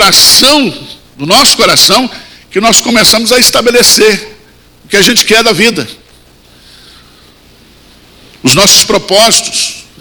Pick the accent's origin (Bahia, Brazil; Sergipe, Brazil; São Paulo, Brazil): Bahia, Brazil; nós somos baianos